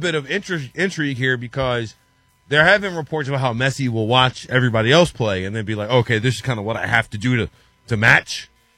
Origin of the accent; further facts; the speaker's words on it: United States; I am comfortable enough in myself as an American